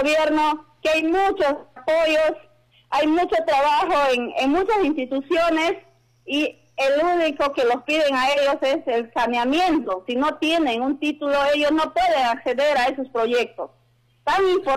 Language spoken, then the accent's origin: Spanish; Peru; siento orgullosa como haitiana de servir a mi población, y no les voy a defraudar. Voy a seguir trabajando acá en mi pueblo, que me vio nacer, me vio crecer